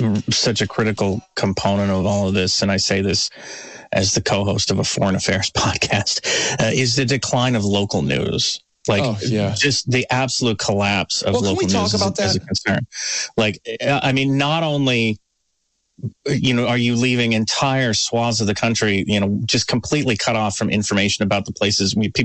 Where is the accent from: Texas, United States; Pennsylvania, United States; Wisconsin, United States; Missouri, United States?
Pennsylvania, United States; Pittsburgh; In my hometown, Pittsburgh